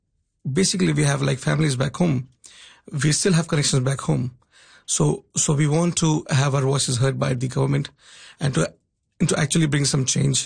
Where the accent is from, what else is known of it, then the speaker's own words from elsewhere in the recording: India; now in Vancouver, Canada; Well, we, as the Indian diaspora across the world, we wanted to make our voices heard back in India so that the government has some pressure and they can listen to us. So even though we are like thousands of miles away from home, we still feel for our country people.